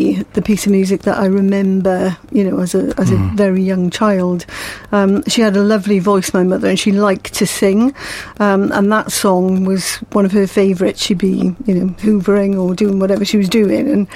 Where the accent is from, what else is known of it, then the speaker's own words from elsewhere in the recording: Swansea, Wales, United Kingdom; So I was born in Swansea, brought up in Swansea.